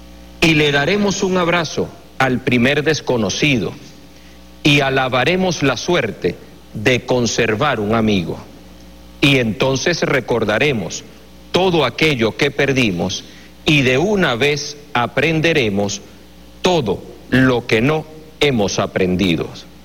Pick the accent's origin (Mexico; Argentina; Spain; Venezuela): Venezuela; somos venezolanos y estamos, como tú bien lo dijiste ahorita, finalizando tu participación, montados en un mismo barco, montados en una misma realidad.